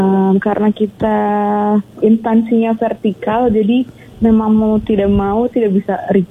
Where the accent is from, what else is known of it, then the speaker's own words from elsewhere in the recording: Gunung Kidul, Special Region of Yogyakarta, Indonesia; Itu kampung halaman saya juga, Gunung Kidul.